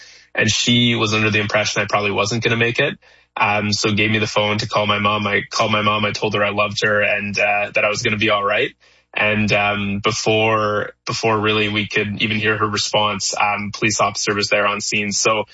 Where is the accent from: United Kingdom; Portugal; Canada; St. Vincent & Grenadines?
Canada; Kanata, Ontario; I'm born and raised in Kanata.